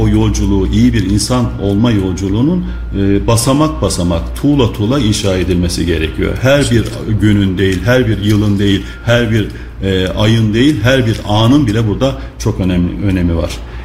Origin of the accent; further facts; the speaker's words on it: Marmaris, Muğla, Turkey; born there; Şimdi benim Muğla Marmaris doğumluyum.